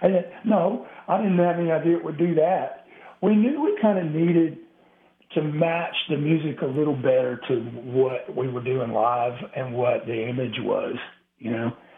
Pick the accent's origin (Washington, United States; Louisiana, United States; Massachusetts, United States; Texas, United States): Texas, United States; also born or lived in Oklahoma; now in Nashville, United States; we're kind of from Texas individually, Texas, Oklahoma, but came here to Nashville to kind of form things.